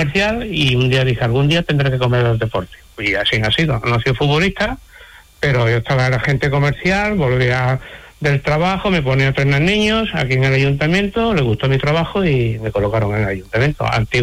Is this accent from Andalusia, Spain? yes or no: yes; Prado del Rey, Andalusia, Spain; Yo sí, sí, soy de Prado de Rey.